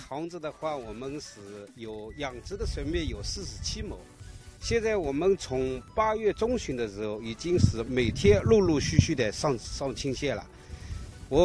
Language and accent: Chinese; Sanmen, Zhejiang, China; moved away as an adult; now in Alar, Xinjiang, China; 我是浙江三门的。最初呢，我来这边是有3年了，到今年是3年了